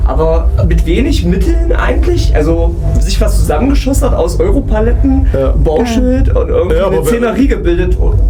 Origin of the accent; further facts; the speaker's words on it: Mühlhausen, Thuringia, Germany; Ich komme aus Mühlhausen, Kulturfabrik, und Comedy geht da einfach extrem gut.